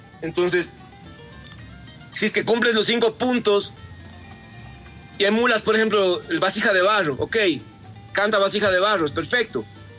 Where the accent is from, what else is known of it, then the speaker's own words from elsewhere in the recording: Ecuador; como ecuatorianos en nuestro ADN tenemos introducido ritmos, canciones, melodías